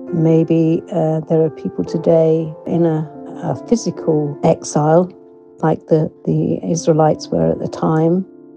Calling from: Portsmouth, South East England, United Kingdom; I live in Portsmouth.

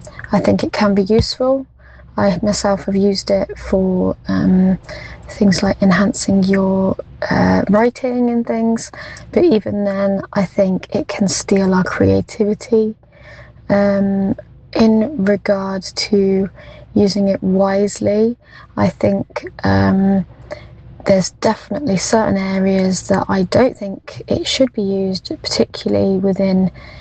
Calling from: Coventry, West Midlands, United Kingdom; from Coventry.

